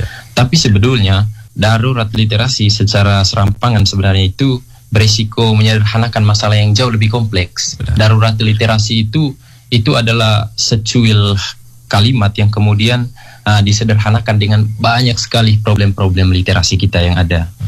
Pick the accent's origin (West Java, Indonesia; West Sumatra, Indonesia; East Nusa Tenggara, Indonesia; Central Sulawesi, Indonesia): East Nusa Tenggara, Indonesia; kita orang NTT